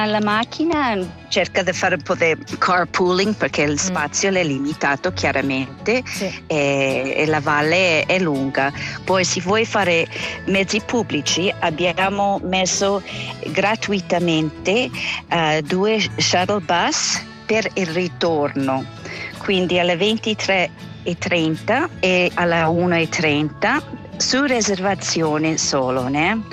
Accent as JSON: {"language": "Italian", "country": "Canada", "moved": "yes", "lives_now": "Switzerland", "said": "Sì, sono canadese, mamma spagnola, padre cecoslovacco, erano primo immigranti in Canada e sono nato io."}